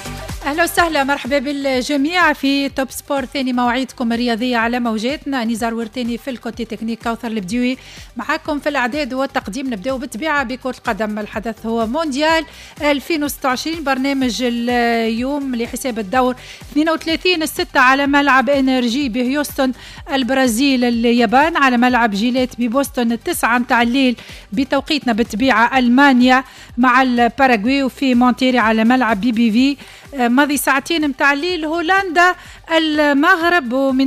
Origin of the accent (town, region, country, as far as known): Tunisia